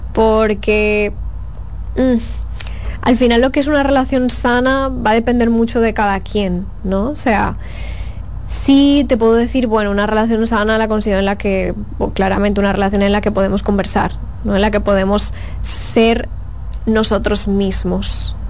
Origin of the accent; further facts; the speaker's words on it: Spain; moved away; como española que soy